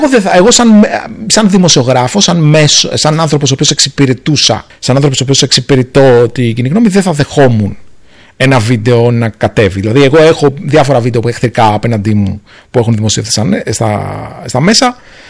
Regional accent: Greece; now in Singapore; εγώ είμαι ένας Έλληνας ο οποίος ζει στη Σιγκαπούρη, λειτουργώ από εκεί

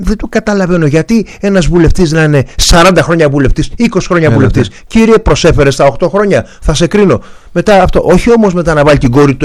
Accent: Aigio, West Greece, Greece; born there; now in Athens, Greece; Εγώ κατάγομαι από το Αίγιο.

